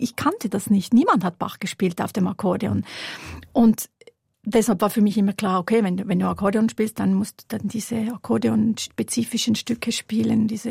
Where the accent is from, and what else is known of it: Wollerau, Schwyz, Switzerland; born or raised there